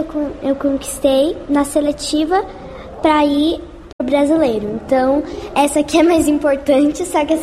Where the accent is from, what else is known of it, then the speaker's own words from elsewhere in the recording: Pato Branco, Paraná, Brazil; Eu sou de Pato Branco.